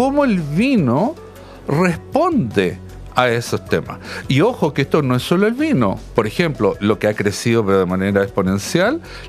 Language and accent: Spanish; Chile